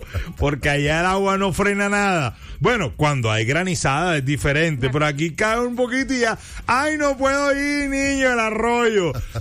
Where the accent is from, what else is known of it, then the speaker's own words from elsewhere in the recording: Barranquilla, Caribbean Region, Colombia; also born or lived in Bogotá; como buen costeño, llegué a Bogotá y pensé que en Bogotá, cuando llovía, sucedía lo mismo que aquí en Barranquilla.